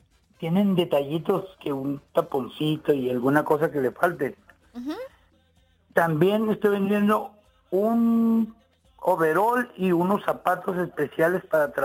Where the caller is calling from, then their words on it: Ensenada, Baja California, Mexico; Yo estoy aquí en Ensenada, nomás que el área del teléfono este es de Tecate, yo vivo en Ensenada.